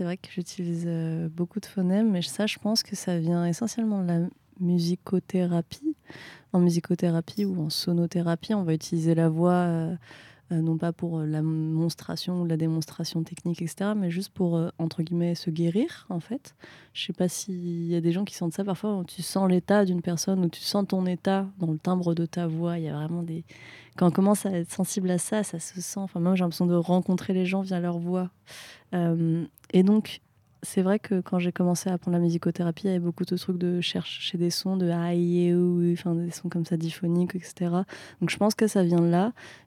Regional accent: France; ce fait que je peux pas communiquer autant dans ma manière dont j'ai grandi en France, parce que l'éducation, mais aussi au Vietnam en fait, parce que je peux pas parler vietnamien.

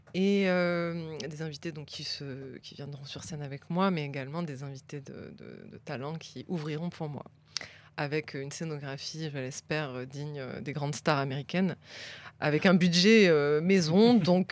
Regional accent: South, France; je suis du Sud. Je viens du Sud, ouais.

